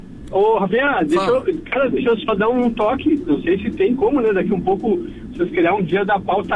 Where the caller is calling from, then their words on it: Porto Alegre, Rio Grande do Sul, Brazil; Sou de Porto, mano.